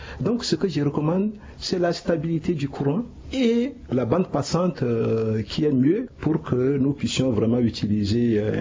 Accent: Central African Republic; Et aujourd'hui, chez nous, en République centrafricaine, nous sommes à le stade de 2.0

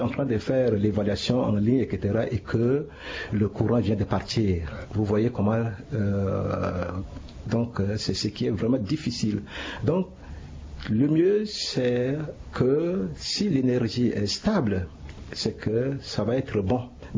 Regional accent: Central African Republic; chez nous, en République centrafricaine

